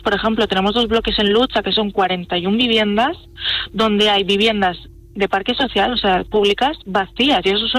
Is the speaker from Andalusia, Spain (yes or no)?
no; Ávila province, Castile and León, Spain; Somos la provincia de Castilla y León con más pisos turísticos ilegales